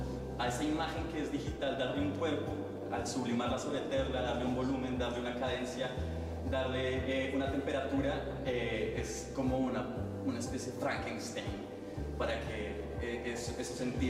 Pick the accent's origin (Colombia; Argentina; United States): Colombia; Bogotá; soy de Bogotá, Colombia.